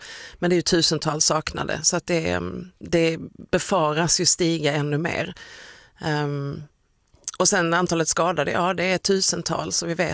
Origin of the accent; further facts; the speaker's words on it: Skåne, Sweden; jag är skåning